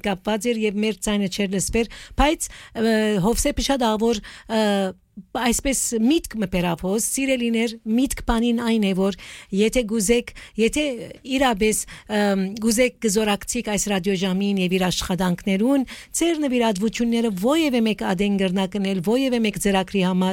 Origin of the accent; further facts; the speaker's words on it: Aleppo, Aleppo Governorate, Syria; բոլորը այսպիսի ձրակերներ եկա, որ Սուրիո մեջ, Հալեբի մեջ մեզի այնքա